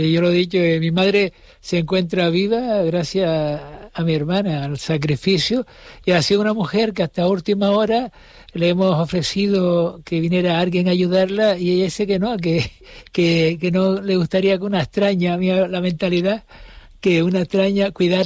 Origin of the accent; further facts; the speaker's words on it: Las Palmas de Gran Canaria, Canary Islands, Spain; Yo soy una persona que soy aquí de las canteras